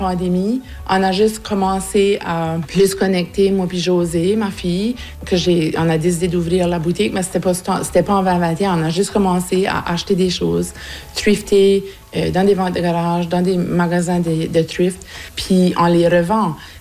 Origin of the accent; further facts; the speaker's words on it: Shediac Ridge, New Brunswick, Canada; now in Pleasant Ridge, Canada; J'ai 51 ans. Je suis originaire de Shediac Ridge, autrement connue maintenant comme Roserville. Puis j'habite Pleasant Ridge depuis 1998.